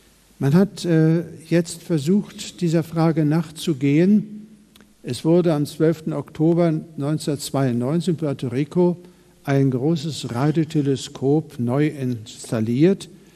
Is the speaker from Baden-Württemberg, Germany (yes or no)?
yes; Neidenstein, Baden-Württemberg, Germany; Ich komme aus Neidenstein. Das ist ein kleiner Ort in der Nähe von Heidelberg